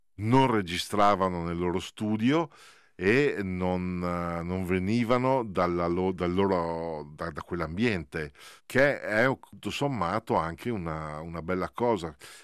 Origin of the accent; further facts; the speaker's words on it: Merano, Trentino-Alto Adige, Italy; perché sono di Merano